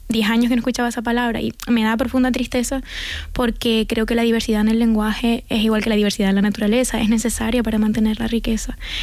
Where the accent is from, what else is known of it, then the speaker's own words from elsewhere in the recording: Canary Islands, Spain; siento que nos han contado siempre desde dentro y fuera de Canarias que nuestra forma de hablar es inadecuada y le tenemos que corregir